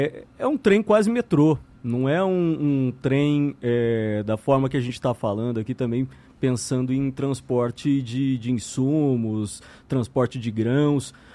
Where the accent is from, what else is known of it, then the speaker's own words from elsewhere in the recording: Assis, São Paulo, Brazil; moved away; eu, por exemplo, sou do interior de São Paulo. A minha cidade de Assis foi fundada por conta da estrada de ferro Sorocabana.